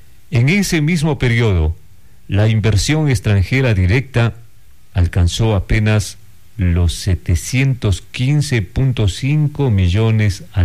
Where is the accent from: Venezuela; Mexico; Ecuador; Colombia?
Ecuador; Obviamente que nosotros como ecuatorianos también tenemos que poner nuestra parte como ciudadanos